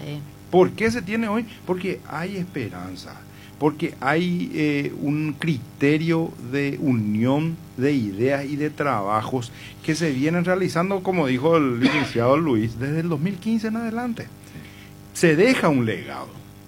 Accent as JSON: {"language": "Spanish", "town": "San Estanislao", "region": "San Pedro", "country": "Paraguay", "said": "nosotros al menos que somos de acá, de Santaní"}